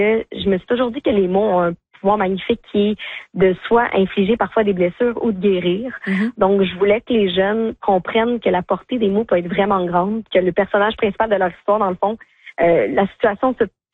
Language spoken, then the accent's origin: French; Quebec, Canada; je viens de la rive nord de Montréal